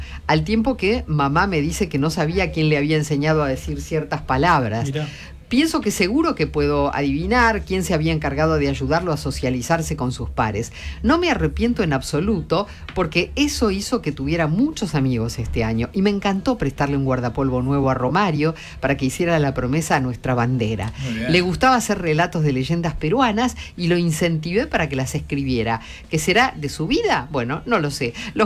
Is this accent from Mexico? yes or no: no; Saavedra, Buenos Aires Province, Argentina